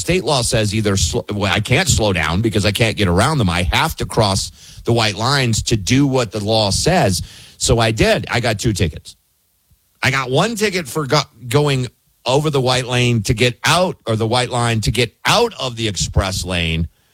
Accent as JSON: {"language": "English", "region": "Kentucky", "country": "United States", "tie": "born or raised there", "said": "I'm now on the air in Louisville, Kentucky, my home state."}